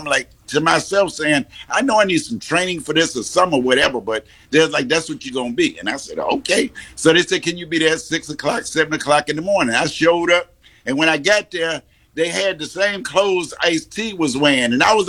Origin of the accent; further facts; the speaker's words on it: Chicago, Illinois, United States; I'm from Chicago.